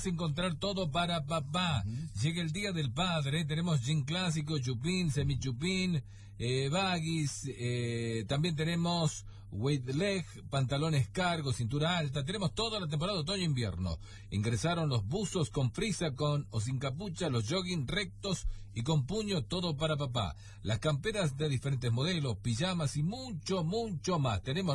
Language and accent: Spanish; Argentina